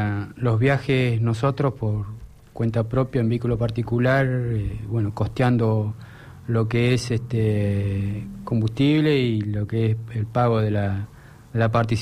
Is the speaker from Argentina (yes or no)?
yes; Trelew, Chubut, Argentina; Yo soy nacido y criado en Trelew.